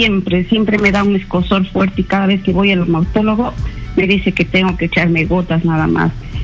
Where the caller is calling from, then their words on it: Huánuco, Peru; Soy del departamento de Huánuco